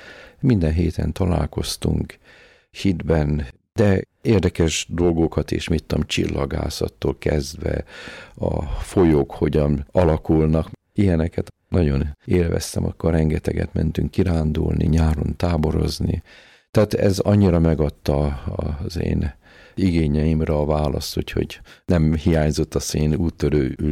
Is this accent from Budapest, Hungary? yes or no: yes; Budapest, Hungary; Várban nőttünk föl.